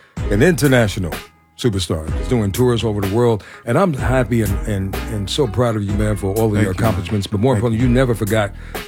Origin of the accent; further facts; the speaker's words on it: New York City, New York, United States; I'm from Brooklyn.